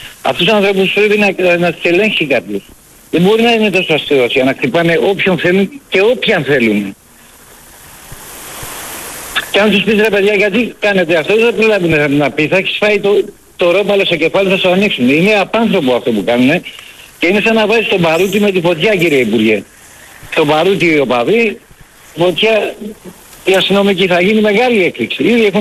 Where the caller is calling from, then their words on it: Piraeus, Attica, Greece; Έλα, Βαγγέλη … φίλε από Πειραιά.